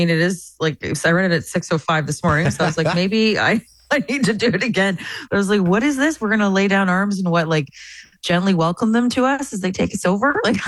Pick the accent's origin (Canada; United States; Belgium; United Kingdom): Canada; Amherstburg, Ontario; moved away as an adult